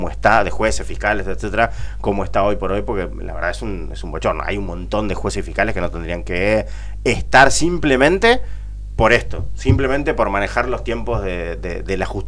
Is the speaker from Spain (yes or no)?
no; Argentina